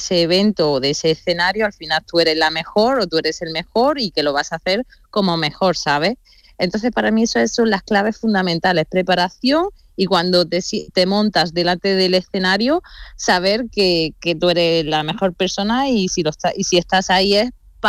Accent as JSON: {"language": "Spanish", "town": "Granada", "region": "Andalusia", "country": "Spain", "said": "Bueno, hace 6 meses que me mudé aquí. Anteriormente estaba en Cádiz, soy de Granada."}